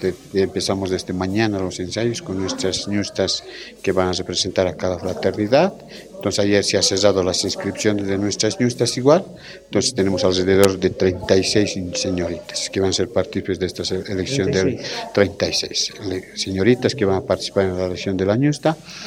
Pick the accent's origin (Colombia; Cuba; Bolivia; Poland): Bolivia